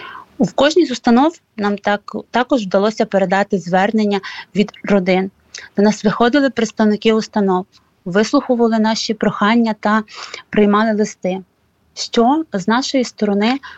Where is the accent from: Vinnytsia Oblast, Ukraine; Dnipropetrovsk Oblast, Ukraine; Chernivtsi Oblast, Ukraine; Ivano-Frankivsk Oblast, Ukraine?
Ivano-Frankivsk Oblast, Ukraine; Ivano-Frankivsk; now in Warsaw, Poland; Кожної неділі у Івано-Франківську, я сама з Івано-Франківська, проходять акції підтримку безвісти зниклих і полонених.